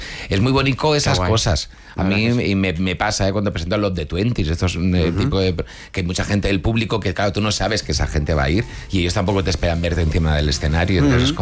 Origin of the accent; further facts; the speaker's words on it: Barcelona, Catalonia, Spain; moved away as an adult; now in Madrid, Spain; yo soy de Barcelona, me vine a Madrid con 18 años